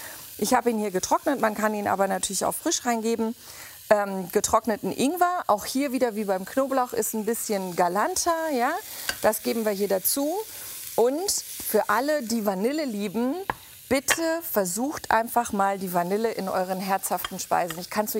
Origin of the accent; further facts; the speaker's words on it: Berlin, Germany; Ich bin ja Berlinerin. Das ist genetisch, dass wir Currywurst lieben.